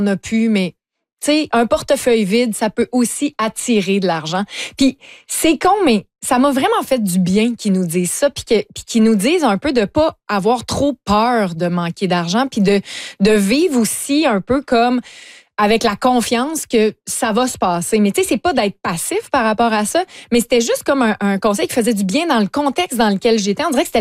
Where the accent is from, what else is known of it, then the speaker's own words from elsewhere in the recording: Lévis, Quebec, Canada; moi je viens de Lévis.